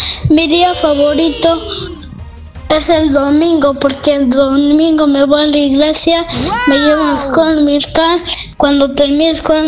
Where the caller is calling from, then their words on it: Jaén, Cajamarca, Peru; vivo en Jaén.